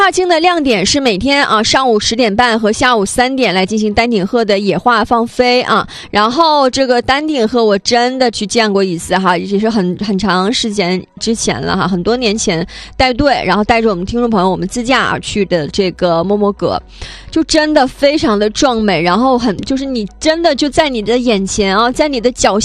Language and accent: Chinese; Liaoyuan, Jilin, China; 我的家乡辽源